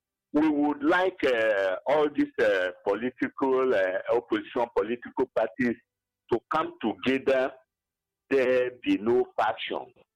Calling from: Nigeria; I'm calling from Abapani.

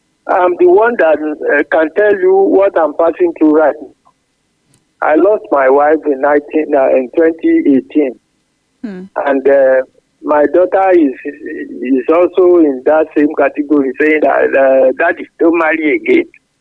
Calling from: Apete, Oyo, Nigeria; from Apete.

